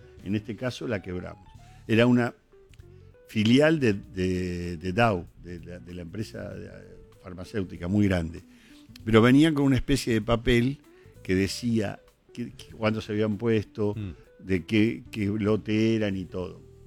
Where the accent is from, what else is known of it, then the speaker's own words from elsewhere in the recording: Tandil, Buenos Aires Province, Argentina; Yo soy de Tandil.